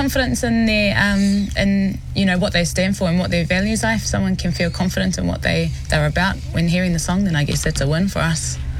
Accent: Tauranga, Bay of Plenty, New Zealand; he uri ahau no Tauranga Moana. Yeah … I'm from Tauranga.

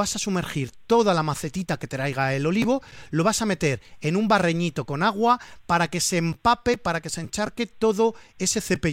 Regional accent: Valencian Community, Spain

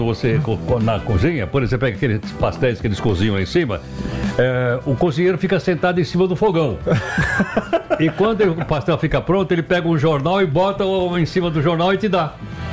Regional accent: São Paulo, Brazil; Eu sou de uma região da cidade de São Paulo chamada Baixada do Glicério.

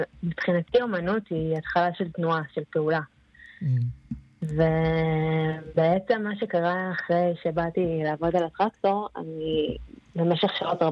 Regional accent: Magen, Southern District, Israel; אני בת קיבוץ מגן, ואחרי 7 באוקטובר הקיבוץ התפנה לים המלח, ואני התפניתי למשפחה שלי בתל אביב.

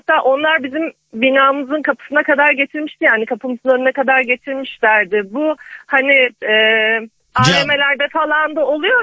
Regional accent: Maltepe, Istanbul, Turkey; ben Maltepe'den.

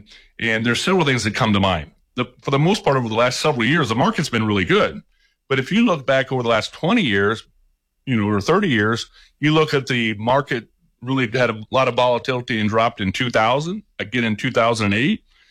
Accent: Midwest, United States; growing up in the Midwest on a farm, doing chores

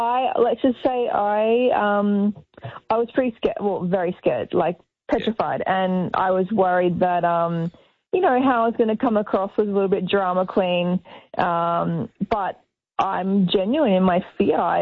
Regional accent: Australia; growing up in Australia

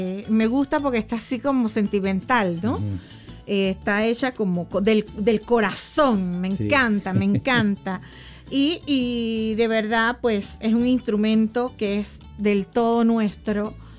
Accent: Panama; nosotros como panameños

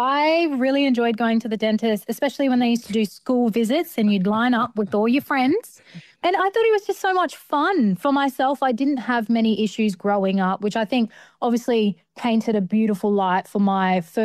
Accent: Darwin, Northern Territory, Australia; moved away as an adult; now in Adelaide, Australia; Yeah, so I was born and raised up in Darwin for majority of my life until I made my travels down to Kaurna country in Adelaide to start my studying journey a little bit more.

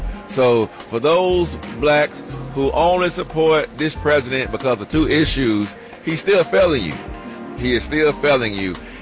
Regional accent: the South, United States; I'm from the South

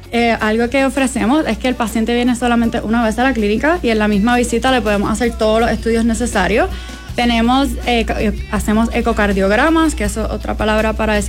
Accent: San Juan, Puerto Rico; first language Spanish; moved away as an adult; now in El Paso, United States; Pues soy de San Juan, Puerto Rico. Llevo en El Paso 10 meses, casi un año.

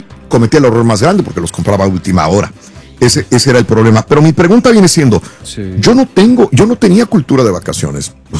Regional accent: Mexico; hablo de México porque soy de México, siento que en México la gente ahora últimamente sí toman más vacaciones que antes

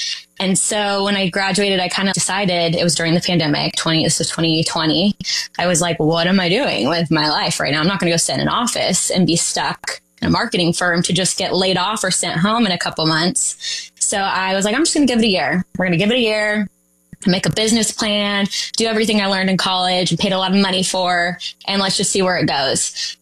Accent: California, United States; born or raised there; now in Sacramento, United States

